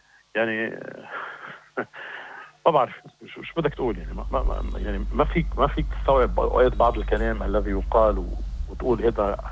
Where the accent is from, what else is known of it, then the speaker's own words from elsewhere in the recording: Lebanon; نحن كمان كلبنانيين